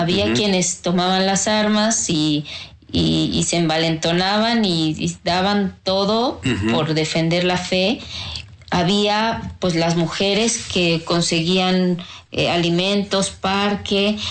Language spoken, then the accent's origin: Spanish; Mexico; eso que somos los mexicanos